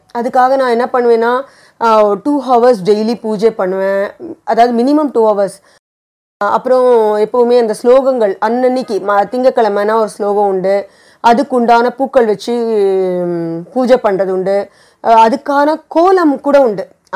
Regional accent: Chennai, Tamil Nadu, India; நான் பிறந்து வளர்ந்து எல்லாமே சென்னை தான். நான் ஒரு ஆர்த்தடாக்ஸ் பிராமின் ஃபேமிலியில், ஐயங்கார் ஃபேமிலியில் நான் பிறந்தேன்.

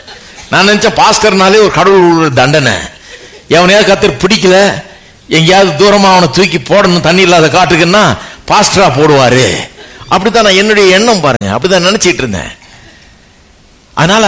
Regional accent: Chennai, Tamil Nadu, India; நான் இந்த சென்னை பட்டணத்துக்காக தமிழ் அறிவை கொடுத்து எனக்கு தமிழ் கலாச்சாரத்தில் என்னை வளர வச்சு, இந்த ஊரில் என்னை இருக்க வச்சு, ஒரு இந்தியனாக

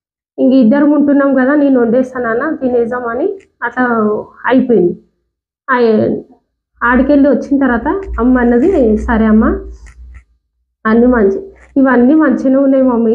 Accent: Karnataka, India; అంటే మాది కర్ణాటక అని చెప్పిన నేను.

